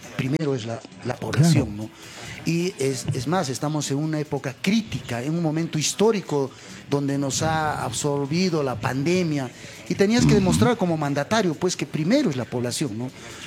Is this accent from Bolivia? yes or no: no; Peru; como santiaguino, más que todo como santiaguino